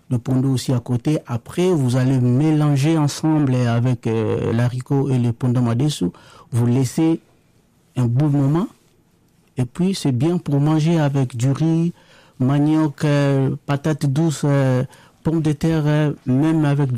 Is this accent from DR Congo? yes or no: yes; DR Congo; first language Lingala; French is a second language; now in France; Du Congo-Kinshasa, je viens du Congo-Kinshasa, la RDC